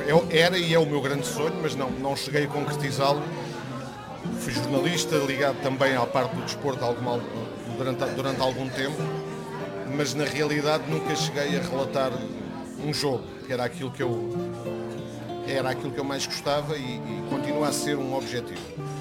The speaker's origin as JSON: {"language": "Portuguese", "region": "Alentejo", "country": "Portugal", "accent": "Alentejo"}